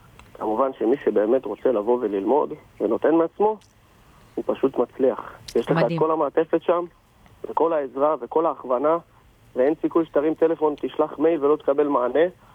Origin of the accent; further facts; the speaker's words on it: Tirat Carmel, Haifa District, Israel; אני מטירת כרמל